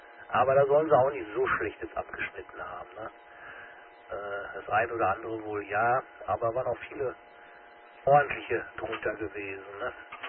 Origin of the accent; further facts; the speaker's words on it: Beckum, North Rhine-Westphalia, Germany; Weil ich komme hier aus Bechkam, ne?